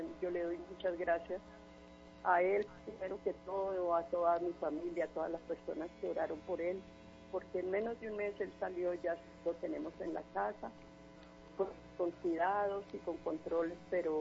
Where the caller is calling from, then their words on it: Madrid, Cundinamarca, Colombia; De Madrid, Cundinamarca